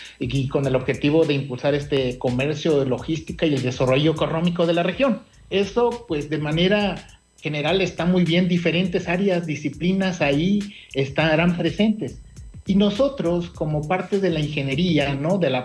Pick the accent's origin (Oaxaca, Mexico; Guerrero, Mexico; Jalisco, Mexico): Oaxaca, Mexico; Salina Cruz; Yo soy de Salina Cruz, Oaxaca, ¿no? Es una zona de el otro lado de lo que es Coatzacoalcos, ¿no? En la zona del Pacífico, y pues uno crece con esas carreteras transísmicas